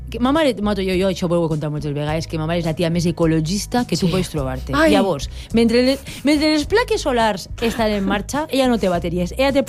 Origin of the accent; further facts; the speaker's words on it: Ontinyent, Valencian Community, Spain; now in Valencia, Spain; Ontinyent, que és el meu poble, i és des d'on estic fent la secció avui.